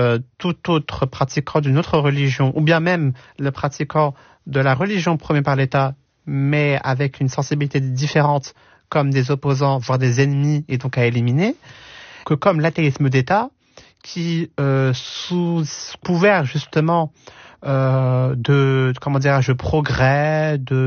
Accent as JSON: {"language": "French", "country": "France", "said": "français, algérien, j'ai mes deux nationalités et je les porte fièrement."}